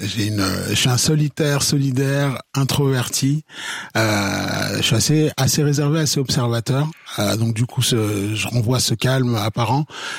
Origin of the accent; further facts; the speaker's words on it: Switzerland; mes parents sont arrivés en Suisse début des années 80 et moi je suis né en Suisse. Et donc j'ai fait tout mon cursus scolaire, professionnel en Suisse.